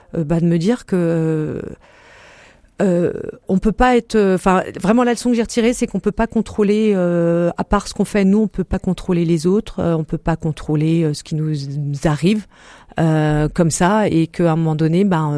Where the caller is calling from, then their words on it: Le Mans, Pays de la Loire, France; Moi, je vis au Mans